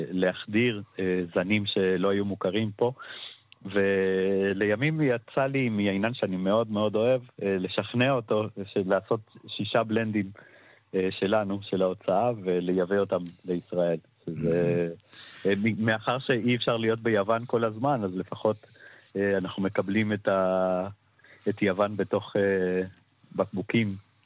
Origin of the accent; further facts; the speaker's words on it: Buenos Aires, Argentina; now in Israel; גדלתי בעיר בבואנוס איירס